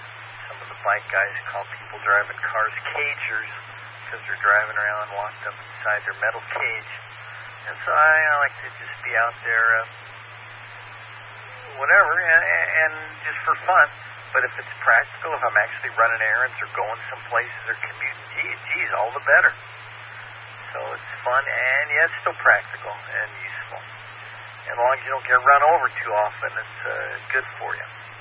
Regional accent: Los Angeles, California, United States; now in Garden Grove, United States; as a wee lad that growing up out there in the San Fernando Valley

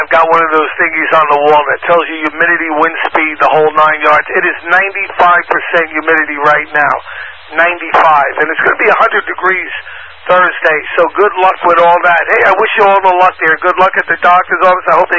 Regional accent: Long Island, New York, United States; moved away as an adult; We're originally from Long Island. Long Island, not Rhode Island, Long Island, New York. Been here 47 years?

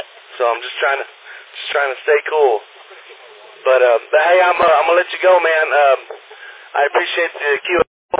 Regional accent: Denver City, Texas, United States; I'm from Denver City, Texas, transmitting to a repeater in Hobbs, New Mexico.

